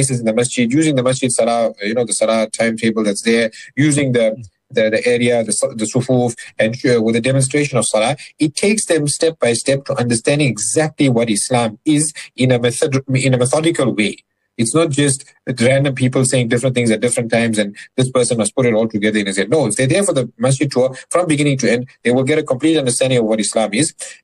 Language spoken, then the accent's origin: English; Durban, KwaZulu-Natal, South Africa; so that's in Johannesburg, and I'm from Durban, but I'll be flying up on Saturday morning just for this.